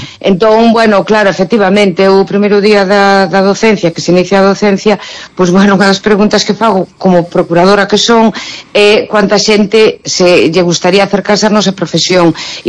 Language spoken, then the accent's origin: Galician; Cartelle, Galicia, Spain; no meu pobo, que eu son de Cartelle.